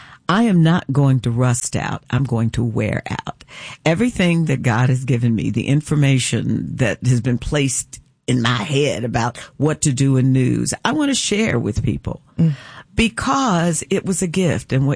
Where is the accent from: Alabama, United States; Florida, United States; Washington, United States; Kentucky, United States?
Kentucky, United States; Louisville; I grew up in Smoketown in Louisville, Kentucky.